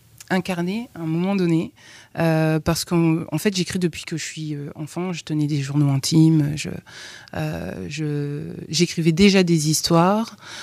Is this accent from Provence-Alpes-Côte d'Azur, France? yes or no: no; Bourges, Centre-Val de Loire, France; born there; also born or lived in Kinshasa, Congo / Tours; Et j'ai grandi à Tours, j'ai fait toute ma scolarité à Bourges, dans le Cher. Ensuite, je suis venue à Tours, donc je connais très bien la ville de Tours. J'y ai vécu 10 années